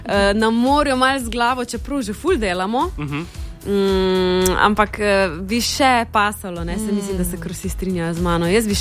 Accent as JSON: {"language": "Slovenian", "region": "Styria", "country": "Slovenia", "said": "Me se zdi, da smo Štajerci taki veseli."}